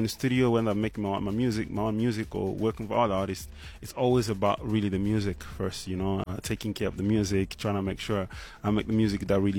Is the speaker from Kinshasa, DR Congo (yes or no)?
no; Goma, North Kivu, DR Congo; moved away; I'm named after my hometown, Goma.